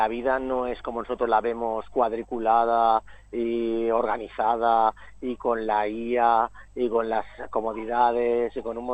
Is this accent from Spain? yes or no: yes; Huesca, Aragon, Spain; Yo de Huesca.